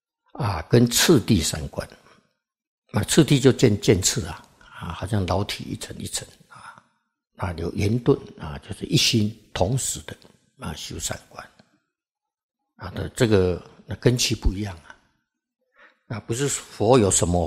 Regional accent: China; 那么我们中国人可以说是大圣种性啊，北传佛教啊大圣的。

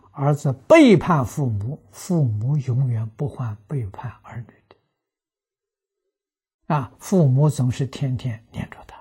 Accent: China; 我们中国人

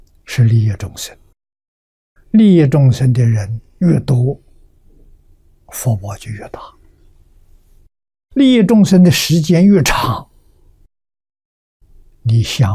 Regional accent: China; 我们中国人

